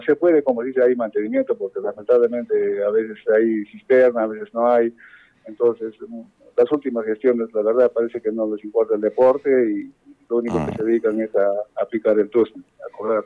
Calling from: Peru

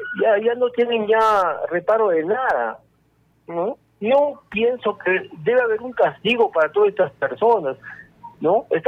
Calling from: Arequipa, Peru; yo vivo en Cerro Alegre

